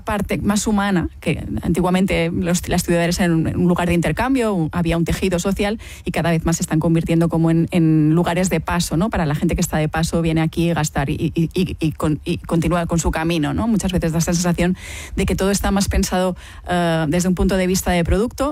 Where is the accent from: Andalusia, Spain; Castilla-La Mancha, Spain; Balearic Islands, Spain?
Balearic Islands, Spain; moved away as an adult; now in Barcelona, Spain; Yo llegué a Barcelona con 18 años, soy de Mallorca, vine a estudiar la carrera de periodismo y me quedé aquí.